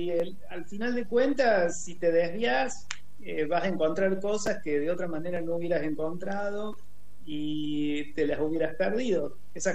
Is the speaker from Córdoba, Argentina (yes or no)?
yes; Córdoba, Argentina; yo soy de Córdoba.